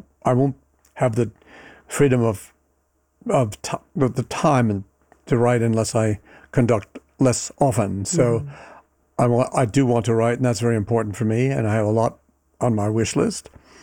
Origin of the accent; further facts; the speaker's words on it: New York City, New York, United States; I grew up in New York City, took the New York City subways as a kid.